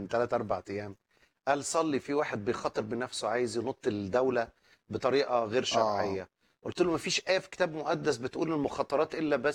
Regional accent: Egypt; عندنا في مصر

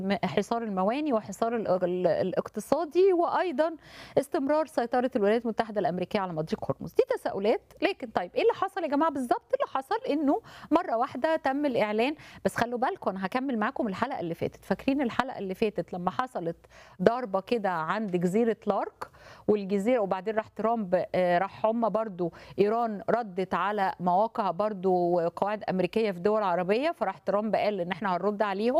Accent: Egypt

